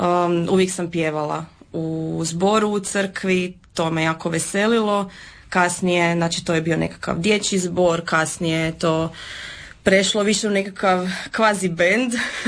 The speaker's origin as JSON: {"language": "Croatian", "town": "Zagreb", "region": "City of Zagreb", "country": "Croatia", "said": "Dolazim iz Zagreba, udata sam, 34 godine"}